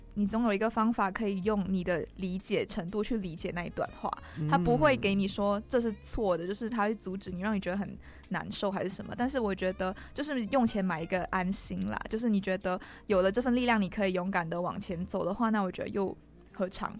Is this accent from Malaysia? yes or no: yes; Malaysia; 因为我是马来西亚人嘛，然后其实马来西亚人也是蛮迷信的，就是我们这些宗教这些都是有的